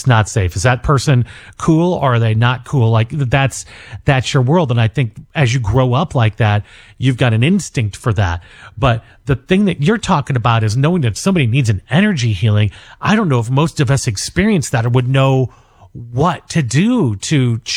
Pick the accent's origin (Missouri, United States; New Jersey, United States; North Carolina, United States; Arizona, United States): Missouri, United States; St. Louis; born or raised there